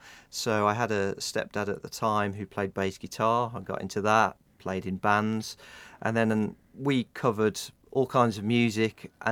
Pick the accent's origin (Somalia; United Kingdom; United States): United Kingdom; Halesowen, West Midlands; So, a black country lad. So I grew up in Howells Owen.